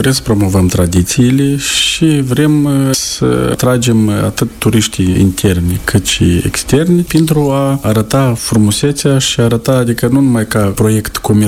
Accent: Șoldănești, Șoldănești District, Moldova; moved away as an adult; now in Cuconeștii Noi, Moldova; Da, sunt din Șoldănești de Baștină.

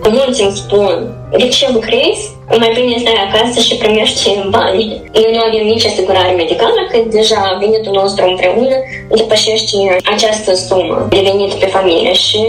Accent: Moldova; moved away; Moldova este mereu în inima mea și mă întorc de fiecare dată cu drag. Mă strădui în fiecare an să vin acasă

